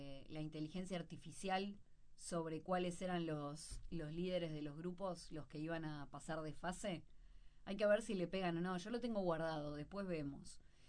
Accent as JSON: {"language": "Spanish", "country": "Mexico", "said": "Yo, como mexicano, como que yo, ya te estás preparando."}